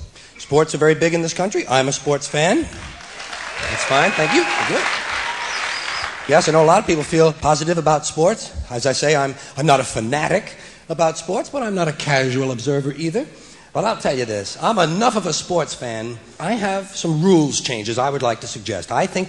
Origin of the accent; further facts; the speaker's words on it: United States; I'm an American.